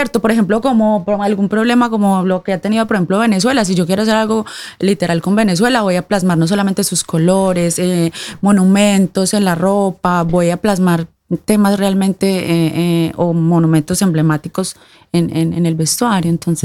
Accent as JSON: {"language": "Spanish", "country": "Colombia", "moved": "yes", "lives_now": "Norway"}